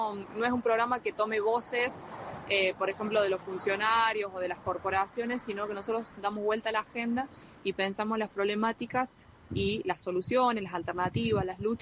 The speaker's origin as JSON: {"language": "Spanish", "region": "La Rioja", "country": "Argentina", "said": "integro la Asamblea por la Vida de Chilecito y la colectiva de mujeres defensoras del agua del Famatina. Venimos de la provincia de La Rioja"}